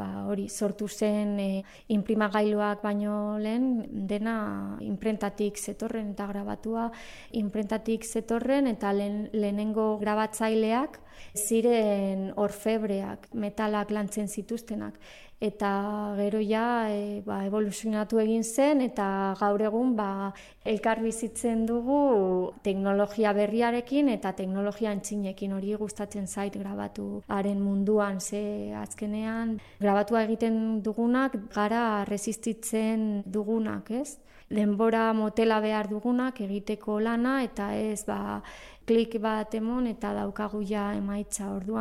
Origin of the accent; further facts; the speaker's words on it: Bilbao, Basque Country, Spain; eta Bilbotik nator